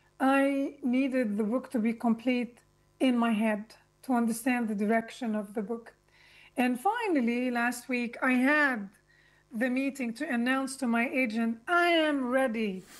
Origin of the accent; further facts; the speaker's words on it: Lebanon; Growing up in Lebanon meant growing up between Islam and Christianity.